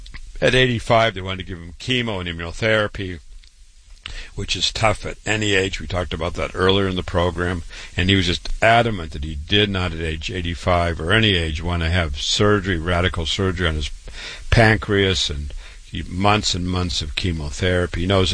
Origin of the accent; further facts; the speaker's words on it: Waterloo, Iowa, United States; I was born and raised in Waterloo, Iowa, public school, university, MD at 25